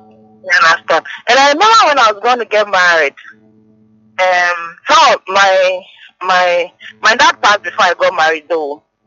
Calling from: Accra, Greater Accra, Ghana; I'm calling from Atimota.

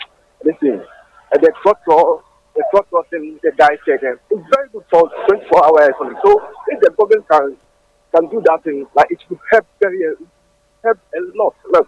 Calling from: Accra, Greater Accra, Ghana; I'm calling from Kanishin.

